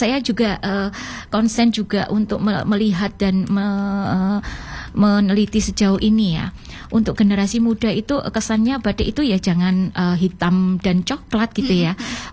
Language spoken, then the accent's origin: Indonesian; Indonesia; desa kami, yaitu Desa Ngijo.